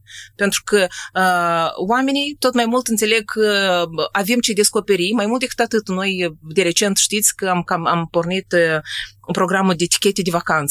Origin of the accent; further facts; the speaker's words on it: Moldova; care sunt moldoveancă